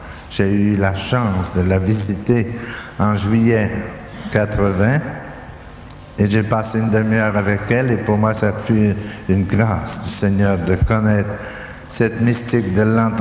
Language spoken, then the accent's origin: French; Dominican Republic